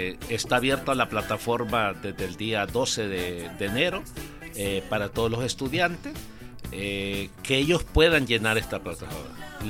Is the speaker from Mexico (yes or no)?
no; Comayagua, Honduras; Yo me acuerdo, yo soy foráneo, soy de Comayagua y me tocaba caminar.